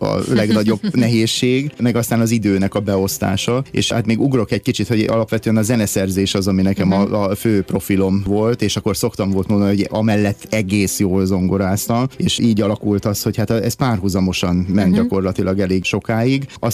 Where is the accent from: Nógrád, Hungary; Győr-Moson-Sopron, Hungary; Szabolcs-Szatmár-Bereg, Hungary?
Nógrád, Hungary; Balassagyarmat; volt a balassagyarmati udvarunkban, onnan származom